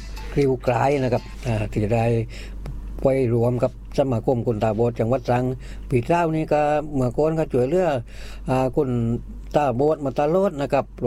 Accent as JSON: {"language": "Thai", "region": "Nakhon Sawan", "country": "Thailand", "said": "จังหวัดนครสวรรค์"}